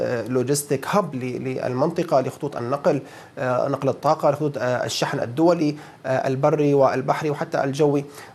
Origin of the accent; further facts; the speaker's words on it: Syria; نحن نسوق كسوريين